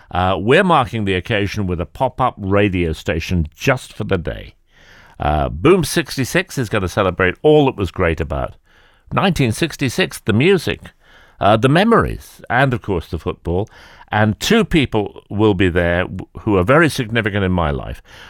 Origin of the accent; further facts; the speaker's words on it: United Kingdom; Oh, we can, of course we can, because we're British and we're mature and we can do that.